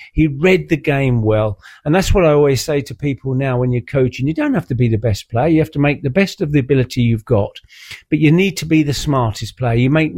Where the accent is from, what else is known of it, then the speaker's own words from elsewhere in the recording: London, United Kingdom; I was born in Leighton